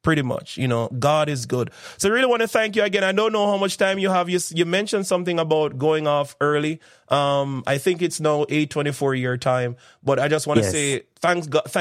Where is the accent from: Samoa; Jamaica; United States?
Jamaica; I grew up in St. John's Road, if you didn't know, that's where I'm from. And I remember growing up, I didn't speak proper standard English.